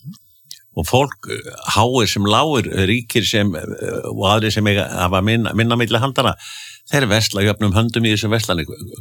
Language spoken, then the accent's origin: Icelandic; Akureyri, Northeastern Region, Iceland; now in Denmark; þegar ég var krakki alast upp á Akureyri.